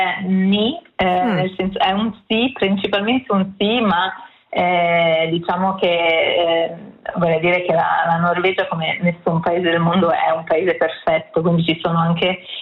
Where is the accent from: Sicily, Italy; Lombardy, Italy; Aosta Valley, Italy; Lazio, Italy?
Lombardy, Italy; Milan; also born or lived in Amsterdam / Copenhagen / Brussels; now in Oslo, Norway; essere qui a Oslo al momento. Io ho vissuto, io vengo da Milano, ho vissuto a Amsterdam, ho vissuto a Copenaghen e a Bruxelles